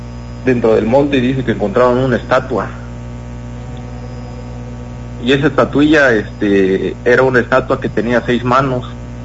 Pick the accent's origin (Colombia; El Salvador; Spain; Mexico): Mexico; La Independencia, Chiapas; yo soy originario aquí de la Independencia, Chiapas.